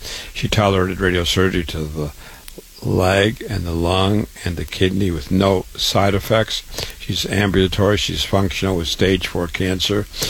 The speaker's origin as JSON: {"language": "English", "town": "Waterloo", "region": "Iowa", "country": "United States", "tie": "born or raised there", "said": "I was born and raised in Waterloo, Iowa. I went to public school, university, MD at 25."}